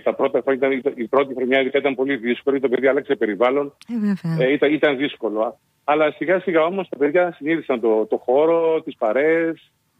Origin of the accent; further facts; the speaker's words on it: Agrinio, Western Greece, Greece; moved away as an adult; now in Congo; γιατί είμαι από το Αγρίνιο.